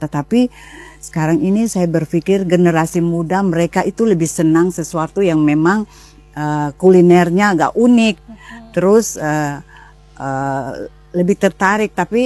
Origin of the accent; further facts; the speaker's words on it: Maluku, Indonesia; Sebagai orang Maluku